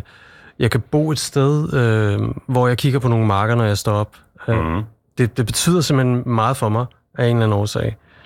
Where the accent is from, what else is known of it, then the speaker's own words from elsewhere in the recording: Copenhagen, Capital Region of Denmark, Denmark; moved away as an adult; now in Nykøbing, Denmark; Jeg har boet det meste af mit liv i København